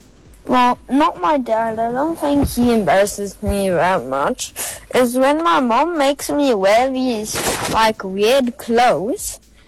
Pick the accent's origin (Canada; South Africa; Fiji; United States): South Africa; Cape Town, Western Cape; from Cape Town. 8 years old.